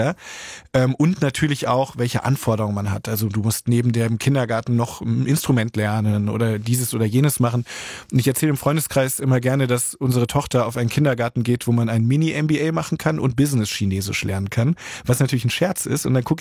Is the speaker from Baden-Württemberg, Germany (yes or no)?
no; Hamburg, Germany; Und in meiner Heimatstadt in Hamburg.